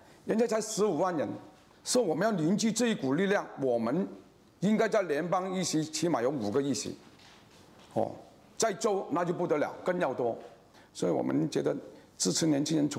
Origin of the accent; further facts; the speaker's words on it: Malaysia; now in Australia; 特别我们马来西亚华人，他们语言非常丰富的。